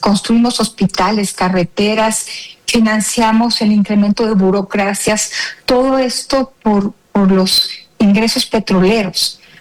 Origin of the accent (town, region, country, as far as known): Mexico